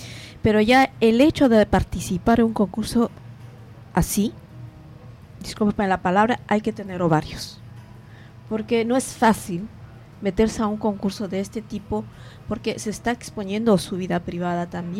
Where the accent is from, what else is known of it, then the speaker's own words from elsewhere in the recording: Ecuador; now in Belgium; esa cultura que tenemos en casa, la ecuatoriana